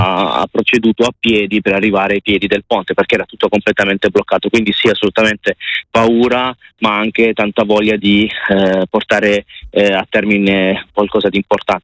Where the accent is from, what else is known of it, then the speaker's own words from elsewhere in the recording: Taranto, Apulia, Italy; moved away; io sono originario di Taranto